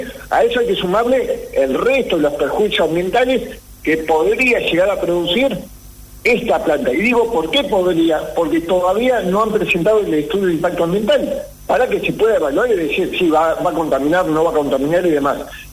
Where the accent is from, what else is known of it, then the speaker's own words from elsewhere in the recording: Concepción del Uruguay, Entre Ríos, Argentina; yo como vecino de Entre Ríos que soy de Concepción del Uruguay